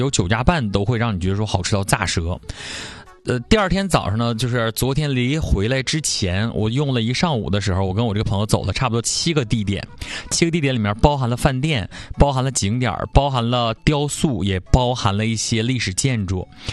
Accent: Northeast China, China; 我觉得跟咱们东北完全不一样

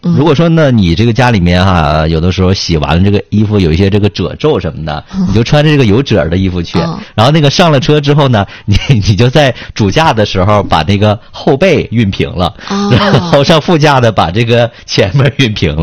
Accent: China

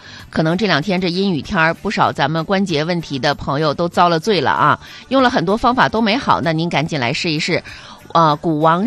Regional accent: Northeast China, China

